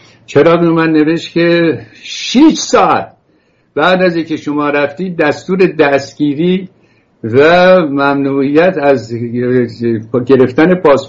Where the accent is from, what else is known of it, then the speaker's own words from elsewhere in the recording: Iran; moved away as an adult; also born or lived in France / England; now in United States; ما رفتیم به انگلیس و بعد رفتیم به اول فرانسه و بعد انگلستان و از انگلستان آمدیم آمریکا و فرهنگ برای ما بیگانه بود. با همون لباس و خودشلواری که ایران میپوشیدیم